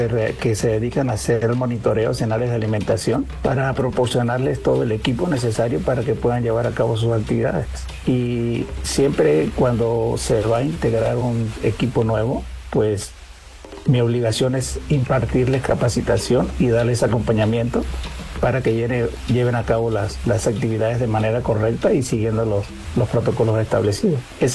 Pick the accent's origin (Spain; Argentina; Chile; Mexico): Mexico; Puerto Adolfo López Mateos, Baja California Sur; Yo soy pescador nacido en López Mateos. Soy pescador de toda la vida y 100% choyero, muy orgulloso de pertenecer a este lindo estado.